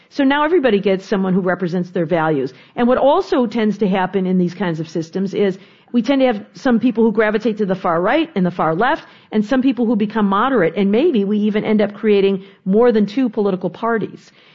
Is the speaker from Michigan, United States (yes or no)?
yes; Michigan, United States; We've done it in my home state of Michigan.